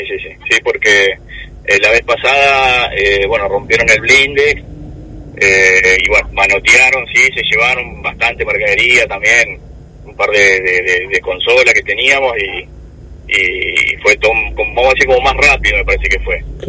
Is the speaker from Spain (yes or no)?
no; Santo Tomé, Argentina; yo soy de Santo Tomé, me llama un vecino, me dice, te entraron a robar.